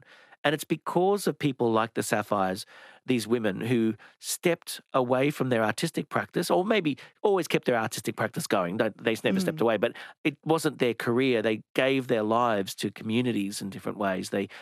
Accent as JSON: {"language": "English", "town": "Brisbane", "region": "Queensland", "country": "Australia", "tie": "born or raised there", "said": "I grew up in Brisbane."}